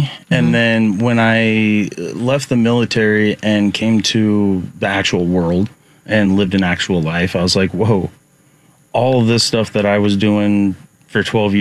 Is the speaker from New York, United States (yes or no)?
no; Delta, Colorado, United States; Yeah, so I grew up in Delta, and they had a nickname as City of Murals.